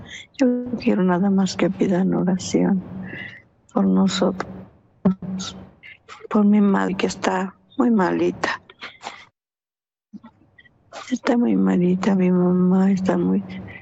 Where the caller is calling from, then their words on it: Michoacán, Mexico; De Michoacán, joven.